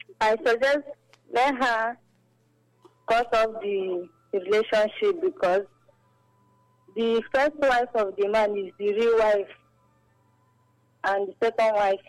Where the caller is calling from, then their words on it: Uyo, Akwa Ibom, Nigeria; I'm coming from Uyo.